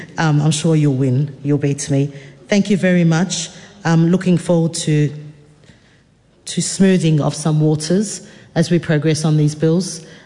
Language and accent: English; Australia; moved away as an adult; now in New Zealand; I was born and raised in Australia, a Lebanese wahine from Australia